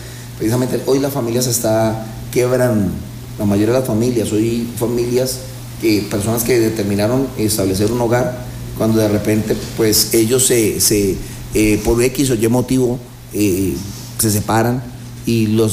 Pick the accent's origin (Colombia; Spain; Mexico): Colombia